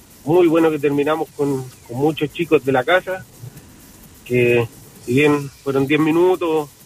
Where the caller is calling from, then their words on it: Talca, Maule, Chile; … de Talca.